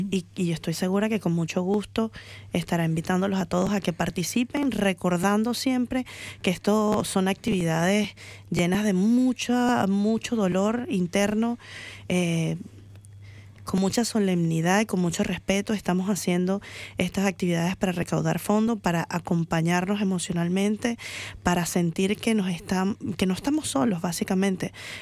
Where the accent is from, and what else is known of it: Venezuela; now in Melbourne, Australia